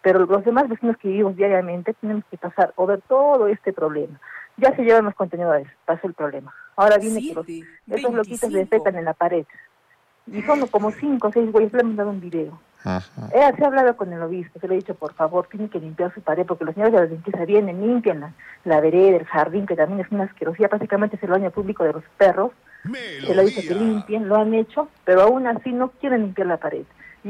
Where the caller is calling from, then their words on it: Arequipa, Peru; yo soy una vecina de Selva Alegre, de acá de la avenida Lima con el pasaje Grau.